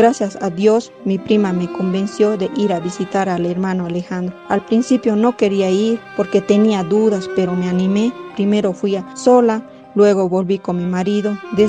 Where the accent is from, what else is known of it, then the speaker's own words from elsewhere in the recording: Potosí, Bolivia; soy de Potosí.